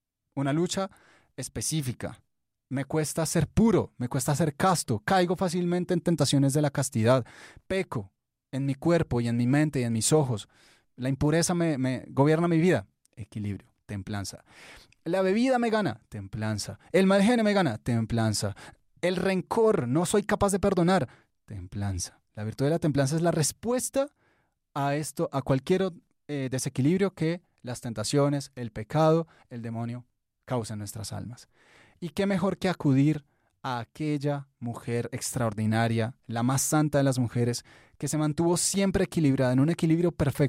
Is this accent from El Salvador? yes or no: no; Colombia; este querido pueblo colombiano del cual todos nosotros hacemos parte